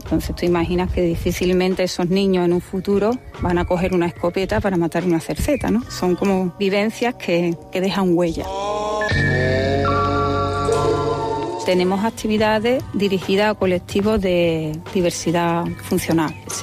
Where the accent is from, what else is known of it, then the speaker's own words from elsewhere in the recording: Humilladero, Andalusia, Spain; soy de Humilladero, un pueblo cerquita de Fuente de Piedra.